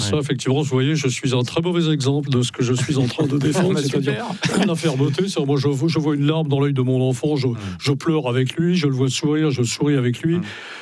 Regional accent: Brittany, France; c'est pas parce que je suis breton que je ne fais pas partie. Non, nous avons été spécialisés par l'histoire de France, mais bretons malgré nous.

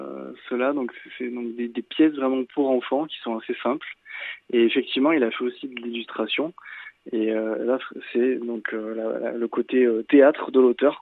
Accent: Solignac-sur-Loire, Auvergne-Rhône-Alpes, France; Moi, je suis de là-bas, je suis de Solignac-sur-Loire.

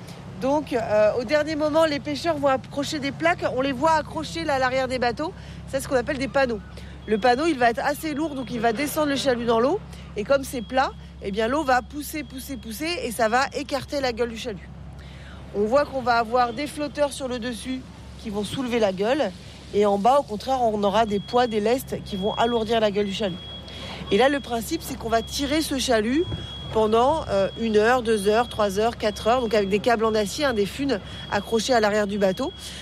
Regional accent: Brittany, France; le bao, sinon chez nous en Bretagne.

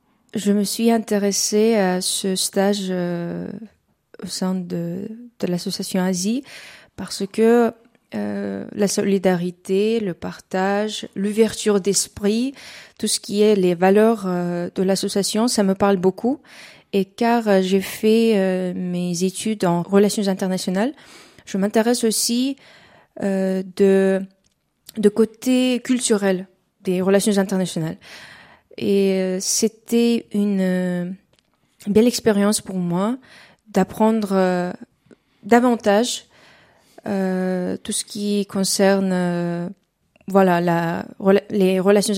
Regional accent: Uzbekistan; French is a second language; now in France; Donc j'ai fini ce qu'on appelle master ici en France. Chez nous, en Ouzbékistan, c'est un peu différent.

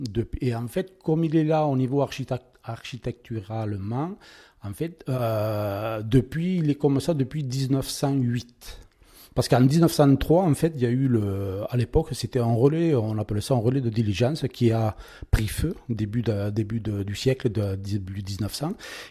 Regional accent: Lézignan-Corbières, Occitanie, France; moved away as an adult; now in Chalabre, France; Non, je suis natif de Lézignan-Corbière.

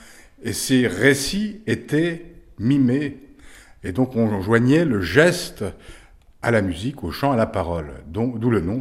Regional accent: Château-Regnault, Grand Est, France; also born or lived in Charleville-Mézières; Je suis né à Charleville et j'ai poussé à Château-Regnaud, où aussi il y a un site majeur.

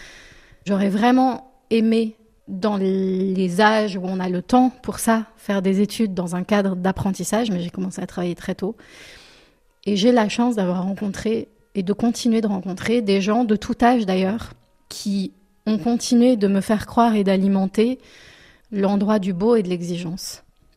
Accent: France; first language French; en 2025, à l'âge que j'ai, en France, et finalement me sentir française, et pouvoir dire, mais en fait, c'est ma langue maternelle.

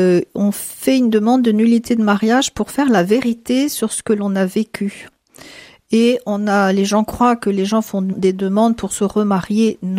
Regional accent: Saint-Malo, Brittany, France; also born or lived in Paris region; Non, je suis bretonne, je suis née à Saint-Malo. Mais mon père était magistrat et donc nous avons souvent déménagé.

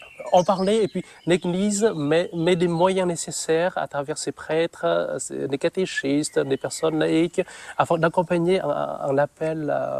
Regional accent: Northern Vietnam, Vietnam; French is a second language; now in France; Alors je viens du Vietnam, du nord du Vietnam, il y a presque 20 ans.

